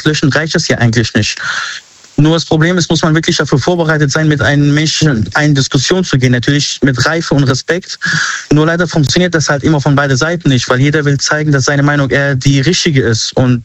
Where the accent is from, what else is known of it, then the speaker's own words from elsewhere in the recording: Syria; now in Germany; paar Jahren, die ich halt in Deutschland gelebt habe, auch mal mich geschämt habe zu sagen, ey, ich bin Syrer.